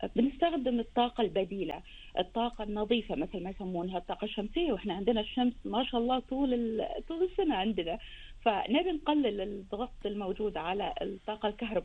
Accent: Kuwait

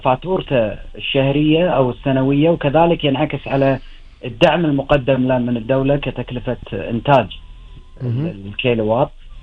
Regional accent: Kuwait; خدمة ديرتنا وخدمة إخواننا الكويتيين وربعنا وأهلنا

